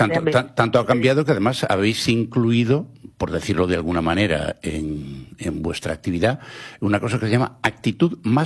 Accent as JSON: {"language": "Spanish", "region": "Galicia", "country": "Spain"}